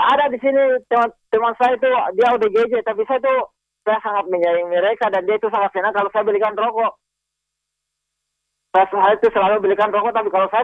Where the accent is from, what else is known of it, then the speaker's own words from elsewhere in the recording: South Sulawesi, Indonesia; Itulah tradisi kita itu sebagai orang Bugis ya, sangat bagus sekali